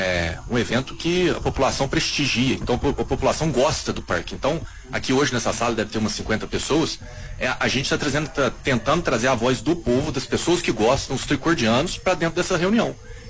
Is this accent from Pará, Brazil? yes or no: no; Três Corações, Minas Gerais, Brazil; Eu sou nascido e criado em Três Corações, tenho 36 anos que eu estou aqui